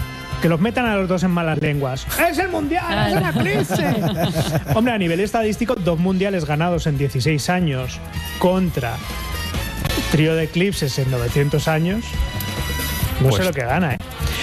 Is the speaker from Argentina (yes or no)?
no; Spain; No como la humanidad, como español. Porque hemos tenido nosotros el privilegio de vivir esto.